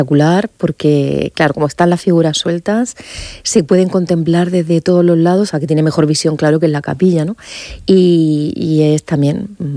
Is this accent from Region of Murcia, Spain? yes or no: yes; Region of Murcia, Spain; no porque seamos nosotros y lo queremos, que somos murcianos, pero es verdad.